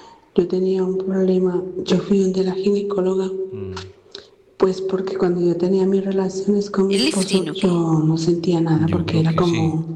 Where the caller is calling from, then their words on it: Madrid, Community of Madrid, Spain; Soy amiga de Madrid